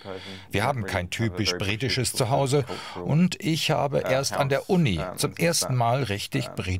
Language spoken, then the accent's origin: German; London, United Kingdom; Ich bin ethnisch Iraner, aber in Großbritannien geboren und aufgewachsen. Das ist typisch für London.